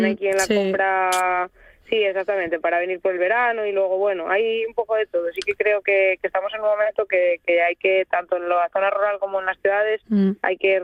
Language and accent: Spanish; Pravia, Asturias, Spain; yo siempre lo digo que yo me crié toda mi vida en Pravia y desde que decidí ir a vivir a la casa de mi abuelo en San Martín